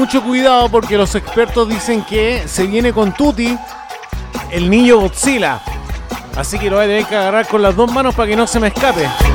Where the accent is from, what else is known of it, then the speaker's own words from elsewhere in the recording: Talca, Maule, Chile; now in Valparaíso Region, Chile; En Talca debe hacer más frío que la Ñuña, ¿no? Aguante mi ciudad natal